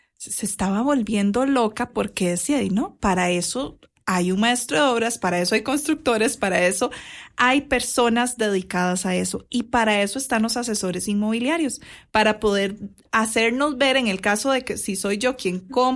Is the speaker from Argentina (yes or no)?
no; Limón, Costa Rica; moved away; Yo soy de Limón, entonces yo extraño muchísimo los árboles de limones y carambolas en el patio